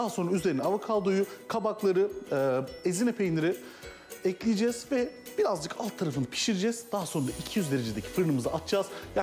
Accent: Pozantı, Adana, Turkey; Ben biliyorsunuz Adanalıyım ama Adana'nın Pozantı ilçesinde büyüdüm. Pozantı böyle Toros Dağları'nın eteklerinde olan bir yer. O yüzden kış ayları birazcık daha sert geçer.

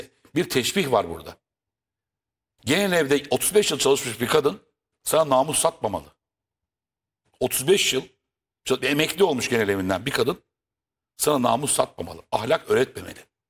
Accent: Kadıköy, Istanbul, Turkey; Ben Kadıköylüyüm.

